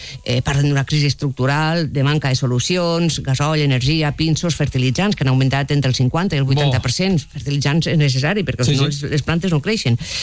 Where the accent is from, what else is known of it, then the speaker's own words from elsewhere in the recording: Catalonia, Spain; Una cosa és quan l'olor de Lleida, una altra cosa és l'olor de casa meva d'on soc, no? Del Pirineu.